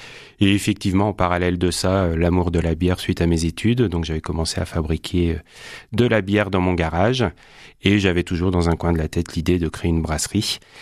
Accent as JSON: {"language": "French", "town": "Saint-Pompain", "region": "Nouvelle-Aquitaine", "country": "France", "tie": "born or raised there", "said": "je suis originaire de la région puisque je suis issu de Saint-Pompin, un petit village à côté de Coulon-sur-le-Tise."}